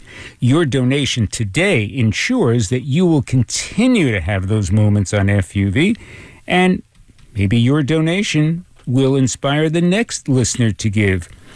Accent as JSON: {"language": "English", "town": "Jackson Heights", "region": "New York", "country": "United States", "tie": "born or raised there", "said": "Jesse in Jackson Heights, my hometown, says the following."}